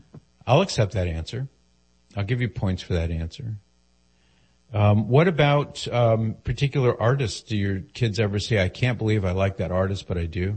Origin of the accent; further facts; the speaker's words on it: California, United States; This is when I grew up in Southern California.